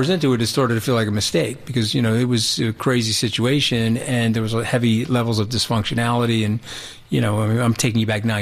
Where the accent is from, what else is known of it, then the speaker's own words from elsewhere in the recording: New York, United States; You know, I'm like, come on, I'm a New Yorker.